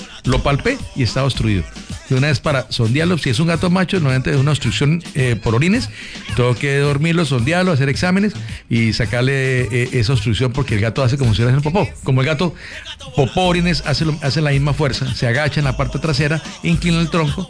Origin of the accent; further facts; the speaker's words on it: Bucaramanga, Santander, Colombia; Ya que soy Bucaramanga, como hormigas, es delicioso.